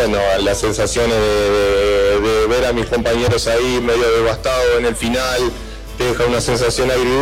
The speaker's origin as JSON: {"language": "Spanish", "country": "Uruguay", "said": "somos uruguayos"}